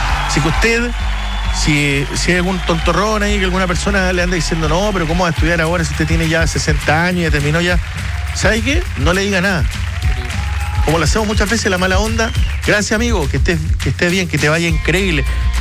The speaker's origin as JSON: {"language": "Spanish", "town": "Punta Arenas", "region": "Magallanes", "country": "Chile", "said": "además que venimos todos de Punta Arenas, a todos le ha costado, somos tres hermanos"}